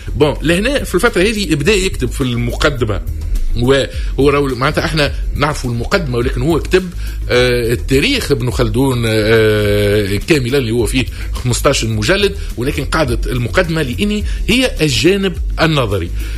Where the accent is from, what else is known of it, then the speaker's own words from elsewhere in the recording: Tunisia; born there; لأني ولدت في تونس